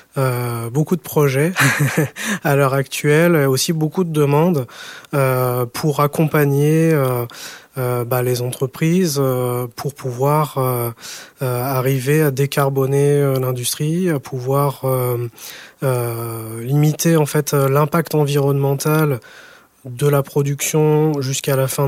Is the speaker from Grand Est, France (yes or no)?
yes; Reims, Grand Est, France; moved away as an adult; now in Alès, France; À la base, je suis champenois, je suis de Reims